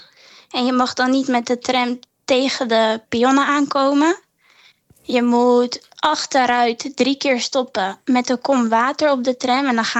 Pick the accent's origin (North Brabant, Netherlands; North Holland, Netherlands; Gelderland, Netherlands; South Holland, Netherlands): South Holland, Netherlands; Rotterdam; born there; je rijdt door Rotterdam, de stad waar ik geboren ben.